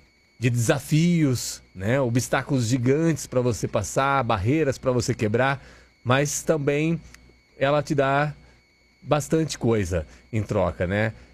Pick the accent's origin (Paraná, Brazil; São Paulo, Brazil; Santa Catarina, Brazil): São Paulo, Brazil; mas até mesmo nós que somos aqui do estado de São Paulo, né? Eu também vim para São Paulo.